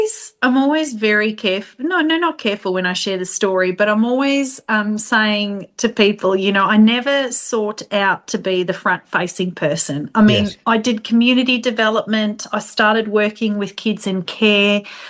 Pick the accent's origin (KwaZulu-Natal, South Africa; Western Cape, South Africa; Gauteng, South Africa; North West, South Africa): Gauteng, South Africa; Johannesburg; Look, a little bit about me, born and raised in Joburg, South Africa. incredible childhood, incredible place.